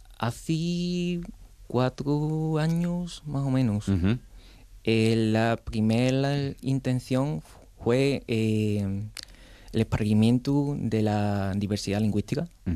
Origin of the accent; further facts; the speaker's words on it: Extremadura, Spain; born there; Mi familia son en campusino. Uh-huh. Así pues, yo desde bien nuevino escuché muchas palabras en extremeño. Y con la mi abuelina, con los mi abuelinos, con mis pairis.